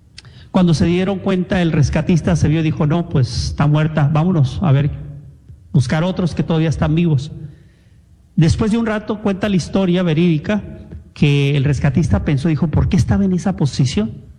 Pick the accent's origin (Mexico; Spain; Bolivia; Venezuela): Mexico; moved away; Yo como mexicano